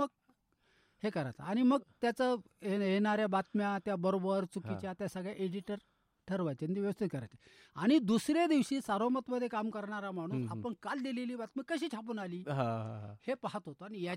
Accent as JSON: {"language": "Marathi", "town": "Deola", "region": "Maharashtra", "country": "India", "tie": "born or raised there", "also_born_or_lived": "Nashik / Shrirampur", "said": "माझं गाव नाशिक जिल्ह्यातलं देवळ आहे. छत्रपती शिवाजी महाराज हायस्कूलमध्ये माझं शिक्षण झालं आणि त्यानंतर मी HPTला आलो नाशिकला."}